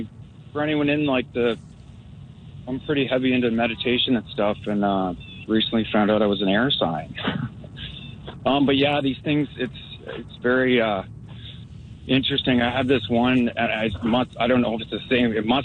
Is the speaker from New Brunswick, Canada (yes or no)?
yes; Riverview, New Brunswick, Canada; now in Shediac, Canada; just growing up in Riverview